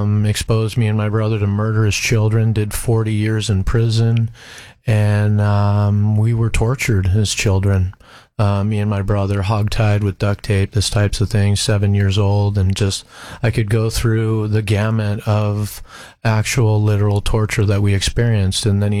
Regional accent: Salem, Oregon, United States; Yeah, so I was born and raised in Salem, Oregon.

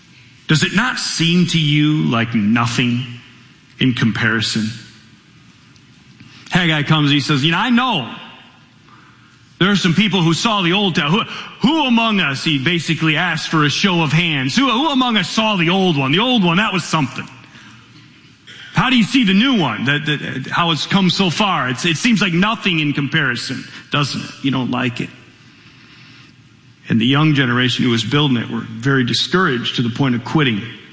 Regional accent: Michigan, United States; born or raised there

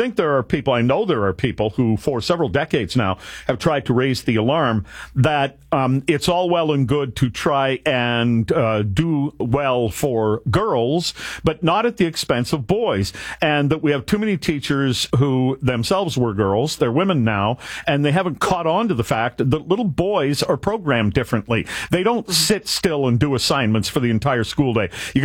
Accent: Canada; Well, maybe, but I'm a Canadian.

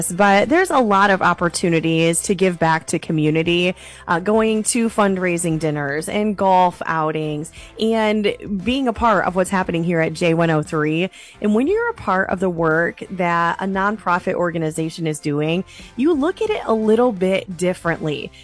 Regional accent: North, United States; because, like Tom, I'm also from the North and I talk pretty fast.

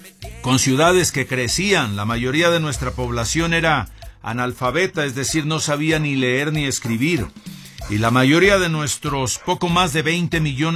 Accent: Mexico

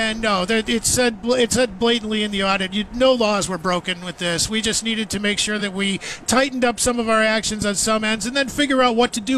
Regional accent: Chicago, Illinois, United States; also born or lived in Caribbean; A little bit, yeah, but I was from Chicago originally.

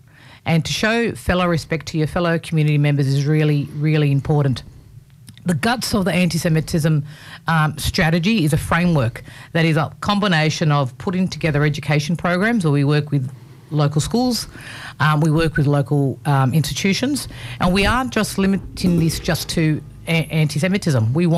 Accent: Australia; I'm a very proud Australian with Lebanese Maronite background.

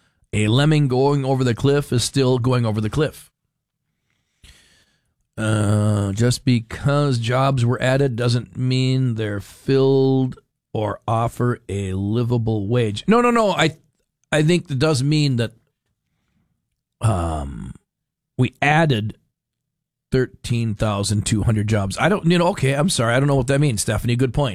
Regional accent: Minnesota, United States; As dumb as I've felt as a Minnesotan

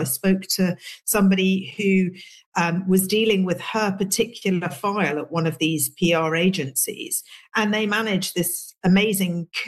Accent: England, United Kingdom; me and Asma were young girls growing up in England

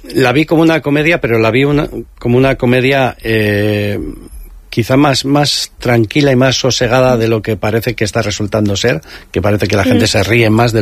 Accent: Errenteria, Basque Country, Spain; born there; also born or lived in San Sebastián; Yo nací en el barrio de Gros y tengo mucho vínculo con Donosti, porque al final soy vecino de Rentería, estamos a 15 minutos de Topo

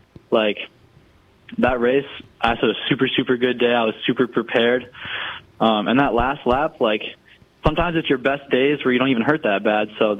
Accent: United States; the Olympics is in my home country, not very far from where I live now.

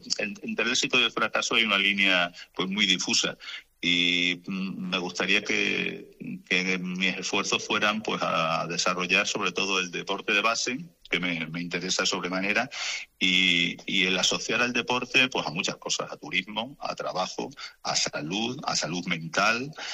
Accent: Cáceres, Extremadura, Spain; pues la verdad es que es una recompensa especial, porque yo soy un cacereño.

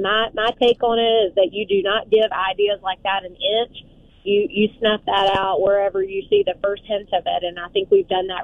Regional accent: Selma, Alabama, United States; So I'm an eighth-generation Dallas County girl, come from a long line of farmers. I grew up in Selma, so small town

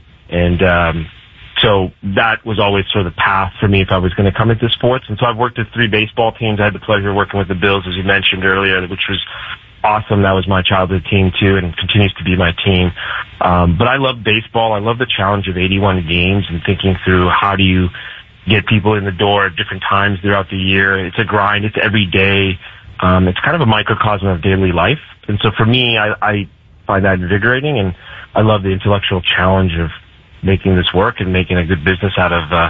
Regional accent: Canada; obviously I'm Canadian, but our real credit goes to our marketing and PR staff.

